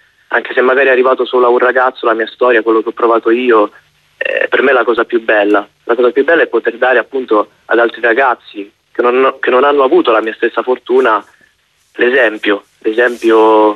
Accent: Sicily, Italy; moved away; io sono siciliano in realtà

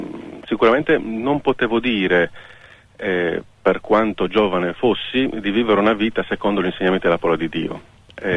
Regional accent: Sassari, Sardinia, Italy; Sono nato comunque a Sassari, perciò in Sardegna, però sono di padre tedesco e di madre piemontese lombarda

